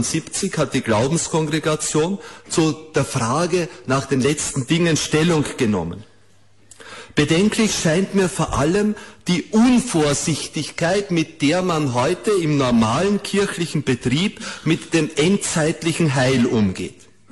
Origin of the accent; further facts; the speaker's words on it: Vienna, Austria; born there; In Wien, wir Wiener, ich bin ein gebürtiger Wiener